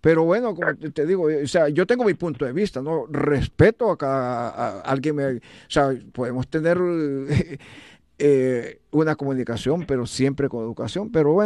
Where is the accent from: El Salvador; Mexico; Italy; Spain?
El Salvador; moved away; Yo soy salvadoreño con orgullo